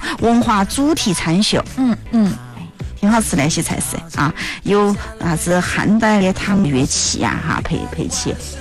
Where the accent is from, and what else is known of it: Chongqing, China